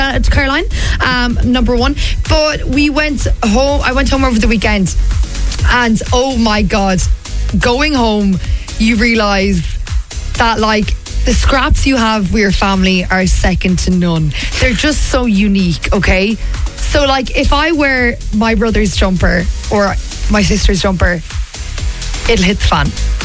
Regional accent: Limerick, Munster, Ireland; now in Dublin, Ireland; because obviously I live up in Dublin, I'm from Limerick, you go home and you realise all these little things.

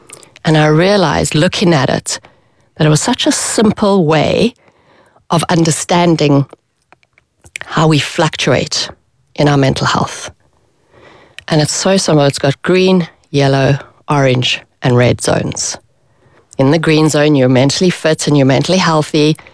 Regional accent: South Africa; moved away as an adult; now in Ireland

